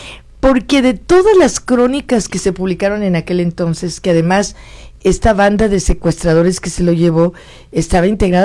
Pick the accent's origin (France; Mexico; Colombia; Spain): Mexico; Guanajuato; yo soy de Guanajuato